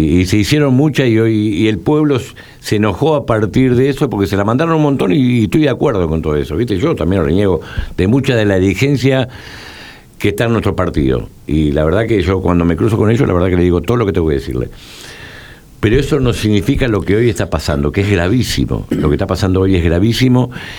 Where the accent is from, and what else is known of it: Argentina